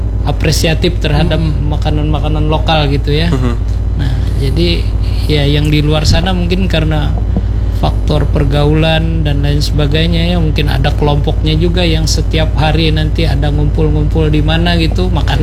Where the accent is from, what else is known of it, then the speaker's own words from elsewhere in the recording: Marabahan, South Kalimantan, Indonesia; born there; Kalau saya di kelahiran Marabahan.